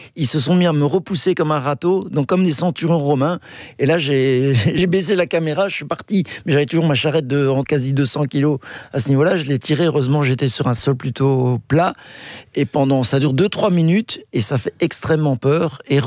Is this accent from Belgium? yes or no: yes; Belgium; Alors, après, je suis belge, hein, je comprends.